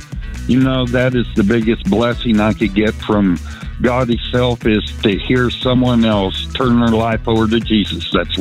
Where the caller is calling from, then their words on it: Topeka, Kansas, United States; I'm from Topeka, Kansas.